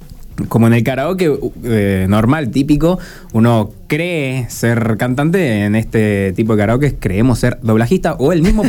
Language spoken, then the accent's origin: Spanish; Mendoza, Argentina; moved away as an adult; now in Buenos Aires, Argentina; me mudo a Buenos Aires, yo mendocino, y me mudo a Buenos Aires. El primer año en Buenos Aires me cuesta mucho